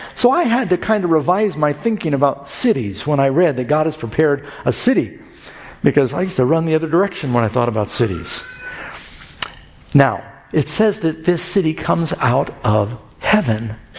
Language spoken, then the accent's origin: English; New York City, New York, United States; also born or lived in Los Angeles / Miami; I was born in Los Angeles, millions of people down there. I don't know how many now. And Mom moved to New York, grew up in New York City, another big city.